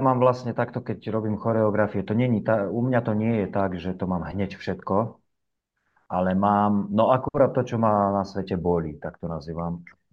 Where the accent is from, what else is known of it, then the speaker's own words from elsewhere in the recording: Martin, Žilina Region, Slovakia; also born or lived in Cyprus; A čo, no pochádzam z Martina, tam som sa narodil, tam som pôsobil, tancoval, až kým som išiel na vojnu